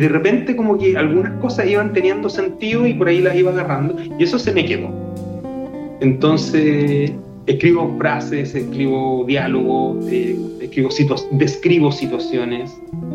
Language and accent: Spanish; Santiago, Santiago Metropolitan Region, Chile; cuando era cabro, estudiante en Santiago